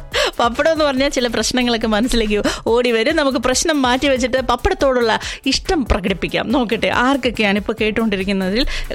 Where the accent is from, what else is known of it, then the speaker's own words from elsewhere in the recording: Thiruvananthapuram, Kerala, India; ഞങ്ങൾ തിരുവനന്തപുരത്തുകാരെന്തെന്ന് പറയും